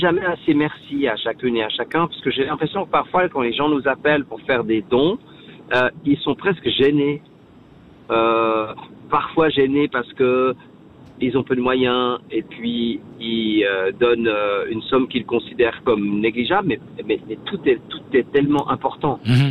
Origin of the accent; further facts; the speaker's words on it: Switzerland; chez nous, en Suisse, on a tendance à presque avoir honte de notre générosité